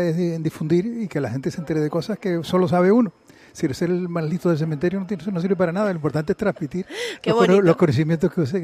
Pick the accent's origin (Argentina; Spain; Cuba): Spain; El Escorial, Canary Islands; born there; now in Candelaria, Spain; Yo soy nacido en El Escorial, que vivo en Candelaria hace más de 30 años